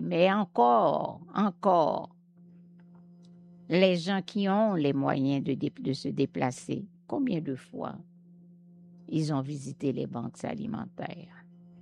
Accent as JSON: {"language": "French", "town": "Miragoâne", "region": "Nippes", "country": "Haiti", "tie": "born or raised there", "said": "Miragouane, il y avait, mais partout ailleurs, aujourd'hui c'est dans le monde entier, mais je vous parle de ma ville natale."}